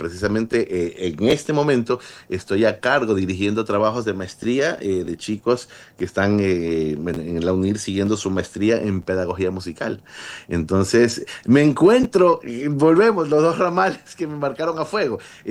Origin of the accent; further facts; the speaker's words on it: Ecuador; Soy el primer ecuatoriano como artista principal en la historia nominado al Grammy americano